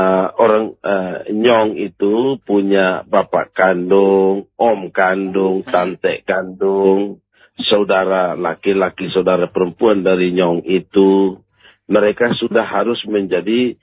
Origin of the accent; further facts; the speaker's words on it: East Nusa Tenggara, Indonesia; Saya sementara di kampung saya di Desa Tunbaun.